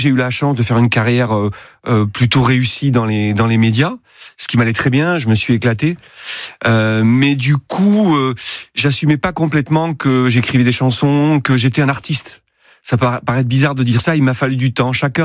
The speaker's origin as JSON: {"language": "French", "area": "Landes", "region": "Nouvelle-Aquitaine", "country": "France", "tie": "born or raised there", "also_born_or_lived": "Paris", "moved": "yes", "said": "de là où j'ai grandi, de cette région que j'aime"}